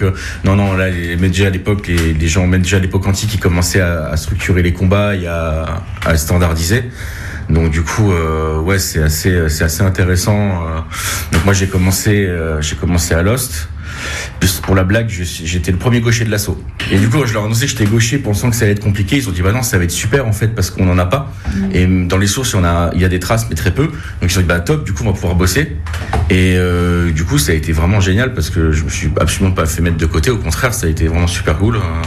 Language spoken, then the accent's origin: French; Grand Est, France; moved away as an adult; now in Toulouse, France; parce que je suis pas du tout toulousain, je suis un importé, je suis alsacien d'origine. Et du coup, je suis venu faire mes études universitaires à Toulouse.